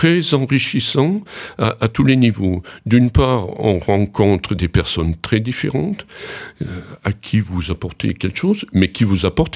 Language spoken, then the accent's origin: French; Colombier-le-Vieux, Auvergne-Rhône-Alpes, France; now in Romans-sur-Isère, France; Non, je suis de Colombier-le-Vieux, en Nord-Est